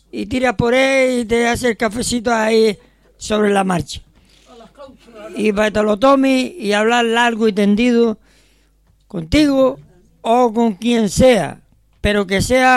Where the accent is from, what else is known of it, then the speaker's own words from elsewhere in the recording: Canary Islands, Spain; como canarios, sentirnos orgullosos de nuestro folclore